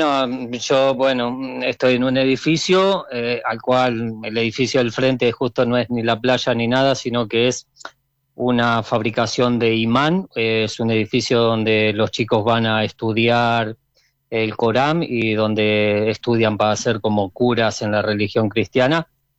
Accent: Buenos Aires, Argentina; moved away as an adult; also born or lived in Italy; Tengo 50 años, no jugué en la Madrid, soy hincha de la Madrid porque soy del barrio de Devoto.

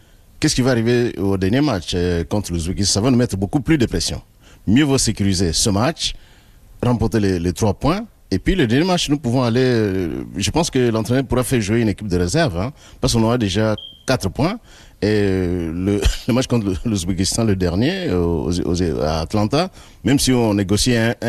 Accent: DR Congo; Alors la Colombie, vous savez, moi je suis congolais, hein. Quand je suis congolais, moi je crois en mes propres capacités

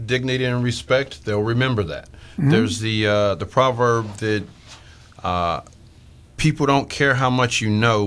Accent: the South, United States; So I grew up in the South, so I'm used to both conservative and liberal ideas.

